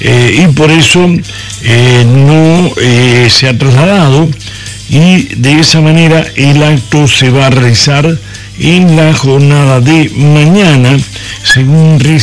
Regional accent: Argentina

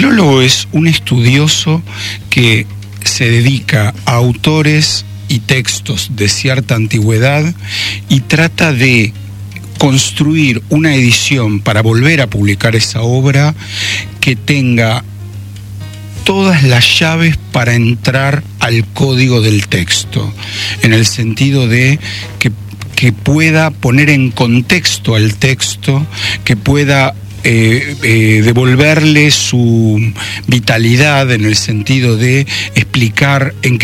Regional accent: Buenos Aires, Argentina; soy un muchacho de Palermo, que ya tiene 65 años

